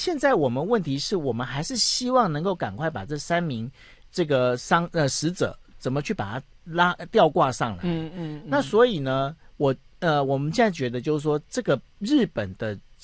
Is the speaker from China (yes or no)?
no; Taiwan; 我说废话，我是台湾人，当然台湾人思维